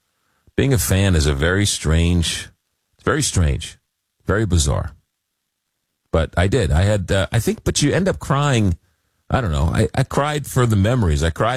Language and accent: English; Long Island, New York, United States; born or raised there